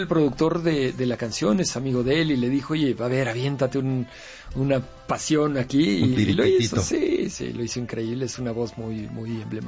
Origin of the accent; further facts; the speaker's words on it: Mexico; todos, somos muchos mexicanos, pero somos un solo corazón